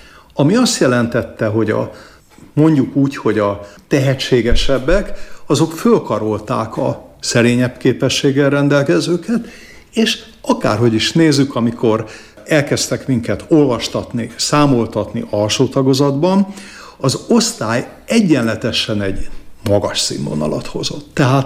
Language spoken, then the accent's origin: Hungarian; Budapest, Hungary; Csalóközből, Erdélyből és Rákospalotáról származom, és én egész életemben Újpesten éltem.